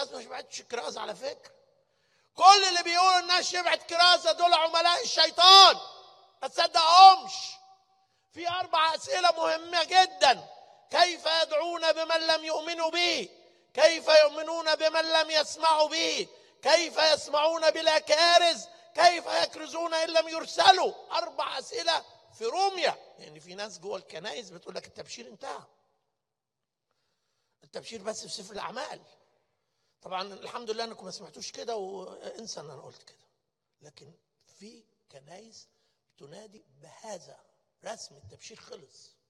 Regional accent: Egypt; ما عرفونيش إن أنا مصري

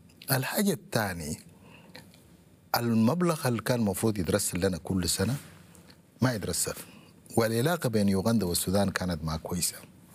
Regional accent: Sudan; moved away as an adult; also born or lived in Uganda; لما جينا من السودان

